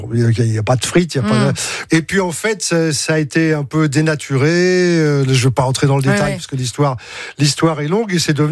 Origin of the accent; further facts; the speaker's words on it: Paris, Île-de-France, France; Parce que moi, je suis un parigot.